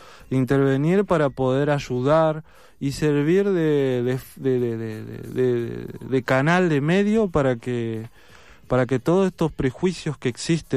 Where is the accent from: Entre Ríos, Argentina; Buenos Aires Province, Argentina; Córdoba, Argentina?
Buenos Aires Province, Argentina; Quilmes; also born or lived in La Boca, Buenos Aires; yo vivía toda la vida, yo tengo 35 años y viví toda mi vida en Villa Itatí. Yo nací en el barrio La Boca, pero nada, me crié en Villa Itatí, hasta el día de hoy vivo en Villa Itatí.